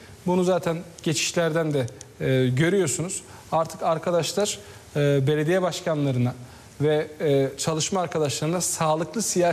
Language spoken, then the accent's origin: Turkish; İzmir, Turkey; Biliyorsunuz ben İzmir milletvekiliyim. Evet. Doğma büyüme İzmirliyim.